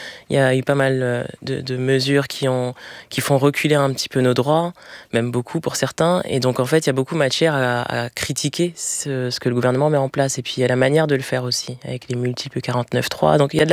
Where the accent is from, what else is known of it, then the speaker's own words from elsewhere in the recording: Villiers-le-Bel, Île-de-France, France; also born or lived in Clamart; Je suis née à Clamart, mais j'ai grandi à Villers-le-Bel. Puis après, oui, pas mal de déménagement un peu partout en Ile-de-France avec un point de chute dans le 77.